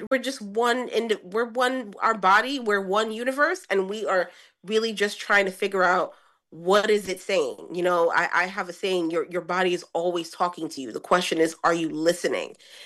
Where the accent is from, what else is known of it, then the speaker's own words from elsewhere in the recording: Brooklyn, New York, United States; moved away as an adult; now in New Jersey, United States; I'm in New Jersey, but I am from Brooklyn. I'm a New Yorker. And I moved into New Jersey after COVID, actually.